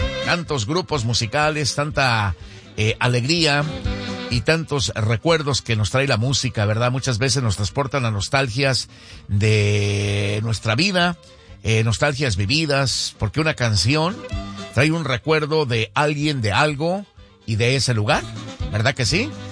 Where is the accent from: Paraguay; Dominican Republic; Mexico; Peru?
Mexico; Zacatecas; moved away; de mi pueblo tenía que pasar Tepetongo, Zacatecas